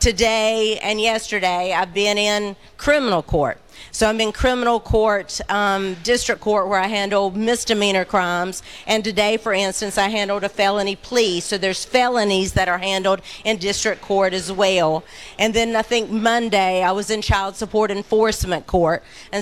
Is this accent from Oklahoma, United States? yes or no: no; Dobson, North Carolina, United States; born or raised there